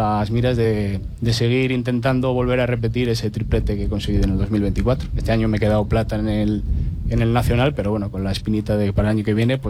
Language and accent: Spanish; Asturias, Spain; moved away; yo he de decir que soy asturiano, que he venido aquí desde el 2021